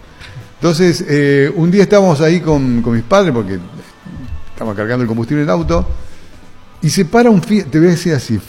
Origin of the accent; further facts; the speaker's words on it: Maipú, Buenos Aires Province, Argentina; mi pueblo en Maipú, que pasa la ruta 2 que une en Buenos Aires con Mar del Plata